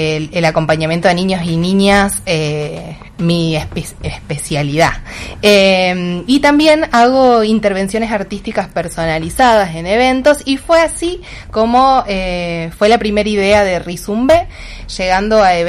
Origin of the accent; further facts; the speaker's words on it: Nelson, Santa Fe, Argentina; now in Santa Fe, Argentina; Soy de Nelson, pero hace algunos años que estoy viviendo acá en Santa Fe.